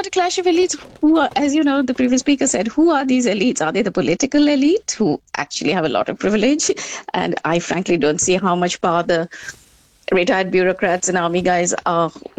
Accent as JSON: {"language": "English", "region": "Delhi", "country": "India", "tie": "born or raised there", "said": "I mean, like you said, I grew up in Delhi."}